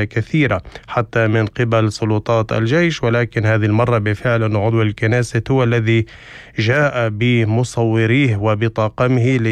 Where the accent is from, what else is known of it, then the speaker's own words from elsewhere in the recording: Palestine; ونحن كفلسطينيين هو الهدف بالنسبة للكثيرين